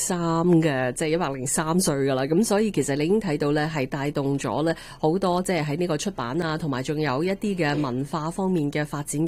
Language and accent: Cantonese; Canada; 同埋一啲咧喺我哋加拿大人关心嘅事项。